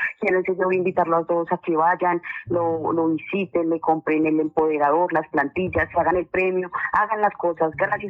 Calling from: Guaduas, Cundinamarca, Colombia; Desde Guaduas, Cundinamarca

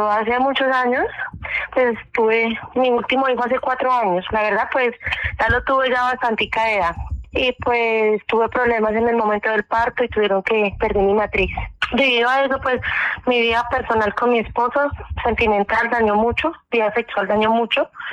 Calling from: Manzanares, Caldas, Colombia; De Manzanares Caldas.

